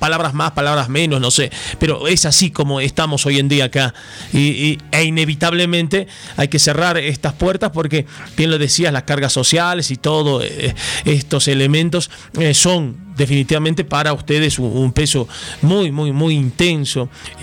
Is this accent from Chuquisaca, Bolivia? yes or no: no; La Paz, Bolivia; el sector turístico, que debería ser uno de nuestros mayores estandartes como paseños